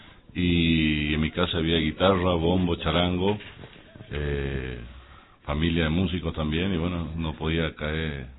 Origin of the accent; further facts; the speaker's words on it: Corrientes, Argentina; Corrientes Capital.